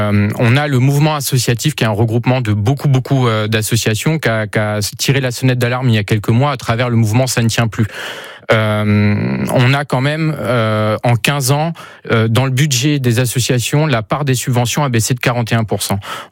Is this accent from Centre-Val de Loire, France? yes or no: yes; Montargis, Centre-Val de Loire, France; now in Tours, France; Mais moi je suis de Montargis